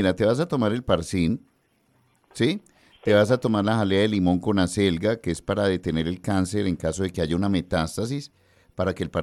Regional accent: Medellín, Antioquia, Colombia; yo soy de Prado Centro, la gente lo sabe

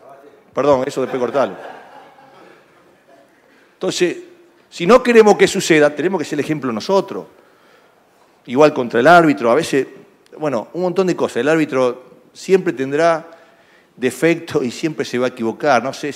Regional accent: Rosario, Santa Fe, Argentina; yo soy de Rosario, no puedo concebir que Rosario, una ciudad tan futbolera como Rosario

